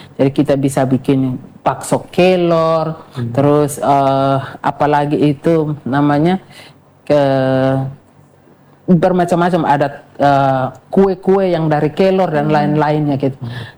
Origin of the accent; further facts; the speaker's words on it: East Nusa Tenggara, Indonesia; Kita orang NTT